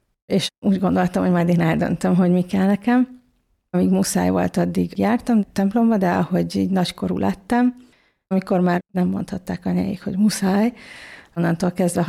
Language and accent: Hungarian; Veresegyház, Pest, Hungary; born there; also born or lived in Budapest